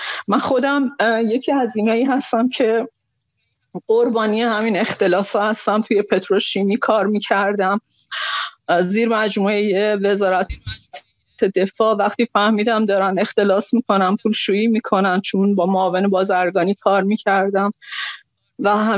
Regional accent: Khuzestan, Iran; با این حال که خودم خوزستانیم، خیلی از فامیلام تو خوزستانه

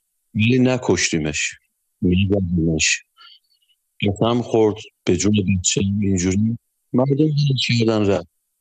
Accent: Ardabil, Ardabil Province, Iran; بفهم من از اردبیلم شب 18 رفتم اردبیل

